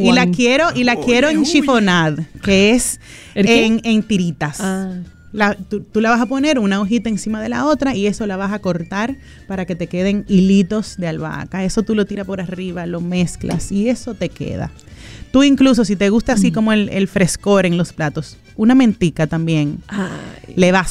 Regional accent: Dominican Republic; puede ser que yo tenga los ojos claros y puede ser que yo hable Spanglish, pero yo soy bien dominicana.

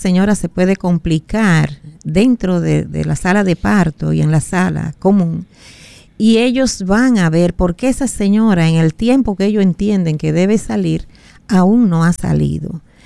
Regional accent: Dominican Republic; estamos de acuerdo como dominicanas y dominicanos

